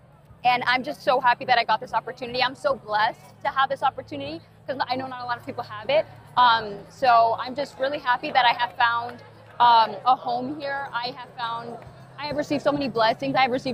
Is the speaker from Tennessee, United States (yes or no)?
no; Texas, United States; I'm 21 years old. I'm from United States, specifically Texas.